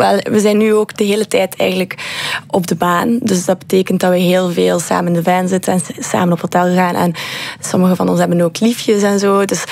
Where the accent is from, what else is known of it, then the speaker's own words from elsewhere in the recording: Ghent, Flanders, Belgium; first language Dutch; En ik kom van Gent, zoals je kan horen. Dus ik ben er mee opgegroeid.